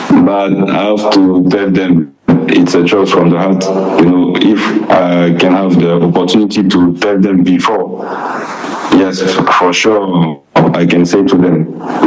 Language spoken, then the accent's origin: English; Ghana; I'm Ghanaian and I just want to represent Ghana because it's my nation